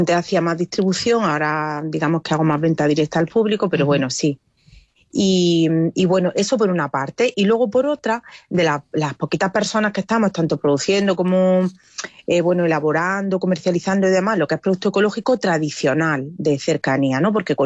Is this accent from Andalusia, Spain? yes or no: yes; Abla, Andalusia, Spain; en mi territorio, en mi comarca, yo soy de Abla